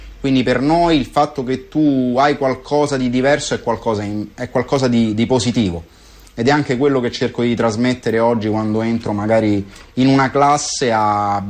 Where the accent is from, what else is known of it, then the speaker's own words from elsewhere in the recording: Rome, Lazio, Italy; Io sono nato a Roma, sono cresciuto a Roma.